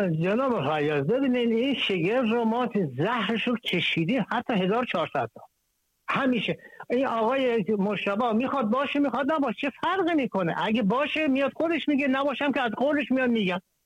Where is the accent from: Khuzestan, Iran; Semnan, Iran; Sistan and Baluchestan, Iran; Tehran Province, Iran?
Sistan and Baluchestan, Iran; چون من خودم تو بلوچستان بزرگ شدم